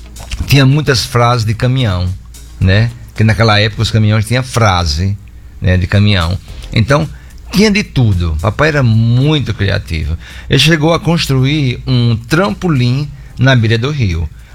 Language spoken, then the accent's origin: Portuguese; Mossoró, Rio Grande do Norte, Brazil; Eu sou moçoroense. Meu pai é cearense, minha mãe é paraibana. Moravam num sítio na Paraíba.